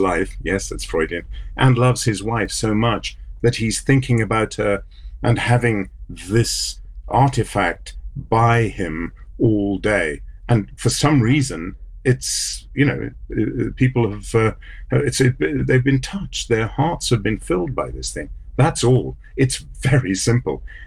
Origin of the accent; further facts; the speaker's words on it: South Africa; As a South African